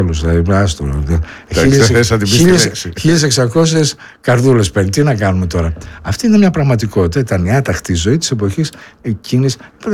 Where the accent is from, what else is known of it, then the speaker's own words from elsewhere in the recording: Thessaloniki, Central Macedonia, Greece; moved away; Όταν έφυγα από τη Θεσσαλονίκη το 1993.